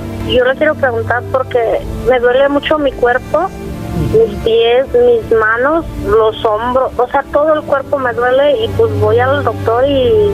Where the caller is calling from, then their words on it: Mexico; De acá, del Fortín.